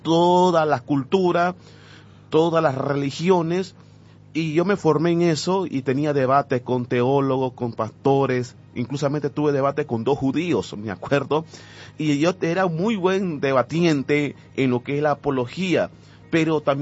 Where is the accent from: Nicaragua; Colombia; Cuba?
Nicaragua; y allá en Nicaragua, en mi país, se le llaman mosca cuando algo hiere, mal olor